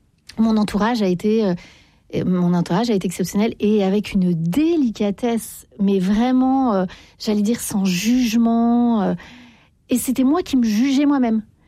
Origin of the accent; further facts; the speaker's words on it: Paris, Île-de-France, France; moi je suis parisienne, on râle beaucoup, les gens sont pas sympas parfois dans le métro.